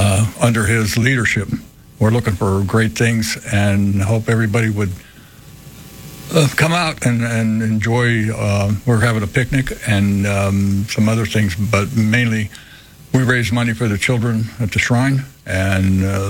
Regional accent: Aliquippa, Pennsylvania, United States; I'm from Maliquippa.

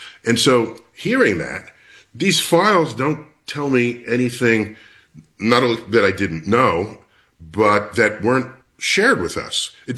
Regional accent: New York City, New York, United States; born and raised in New York City.

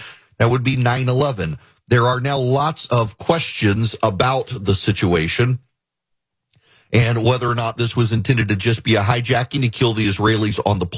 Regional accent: Dubai, United Arab Emirates; So I grew up in Dubai. When I was a kid, you could make a phone call from

